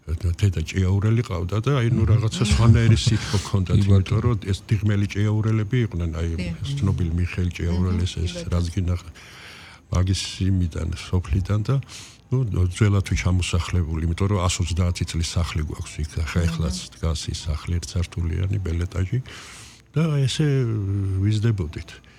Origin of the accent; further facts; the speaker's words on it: Tbilisi, Georgia; born there; მე ჭავჭავაძის ქუჩაზე დავიბადე ოპერის მაღლა 5 ნომერში